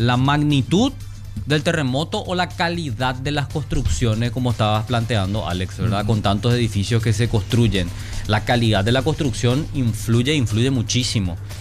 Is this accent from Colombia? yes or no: no; Paraguay; como Paraguay, como paraguayo